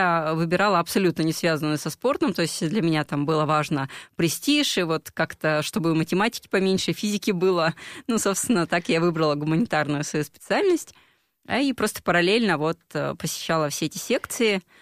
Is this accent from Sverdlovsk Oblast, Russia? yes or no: yes; Yekaterinburg, Sverdlovsk Oblast, Russia; Вообще я из Екатеринбурга.